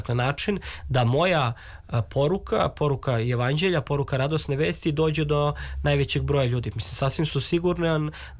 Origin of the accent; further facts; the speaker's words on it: Serbia; i zaista mi kao Srbi slobodno mogu da kažem, možemo da se postidimo.